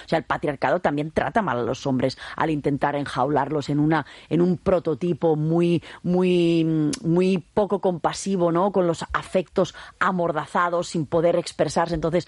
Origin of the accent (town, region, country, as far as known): Spain